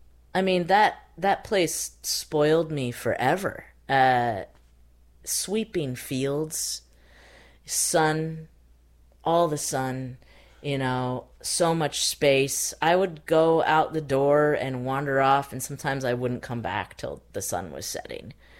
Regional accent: Lamoille County, Vermont, United States; I grew up in French-speaking Vermont. There were a lot of farms in the valley.

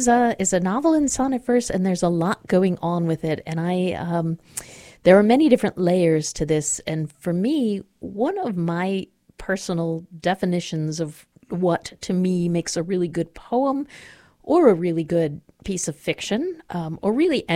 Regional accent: Atlantic City, New Jersey, United States; born there; But I was born in Atlantic City and spent my summers down there with relatives, and still have relatives there, and I know these channels.

